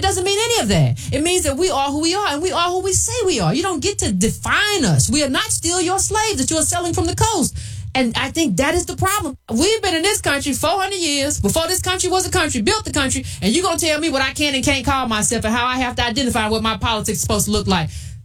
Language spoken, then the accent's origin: English; United States; We can say that we are American descendants of chattel slavery.